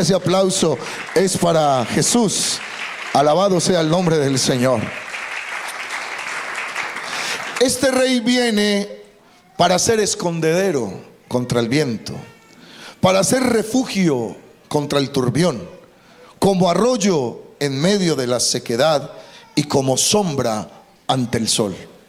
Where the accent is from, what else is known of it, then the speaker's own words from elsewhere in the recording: Antioquia, Colombia; Como buenos paisas somos desconfiados, ¿cierto?